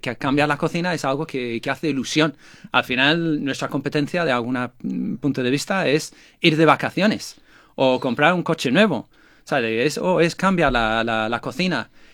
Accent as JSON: {"language": "Spanish", "region": "England", "country": "United Kingdom", "also_born_or_lived": "Ireland", "second_language": "Spanish", "moved": "as an adult", "lives_now": "Spain", "said": "yo no soy español, yo soy inglés. Después de 20 años la gente piensa que estoy fingiendo el acento, pero no es así. Yo soy de Inglaterra"}